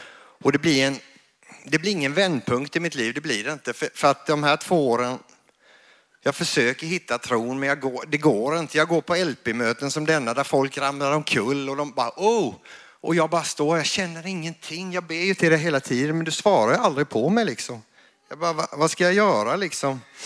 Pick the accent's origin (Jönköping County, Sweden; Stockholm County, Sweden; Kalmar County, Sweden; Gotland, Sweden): Kalmar County, Sweden; Kalmar; born there; jag är född i Kalmar.